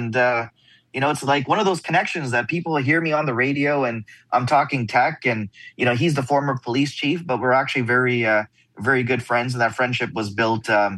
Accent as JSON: {"language": "English", "country": "Canada", "said": "we're two guys from Canada out in the US"}